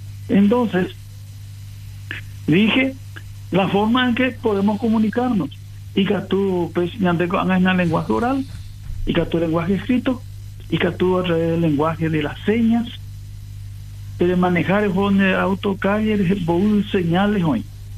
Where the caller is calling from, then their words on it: Paraguay; escuchar que hablamos en guaraní.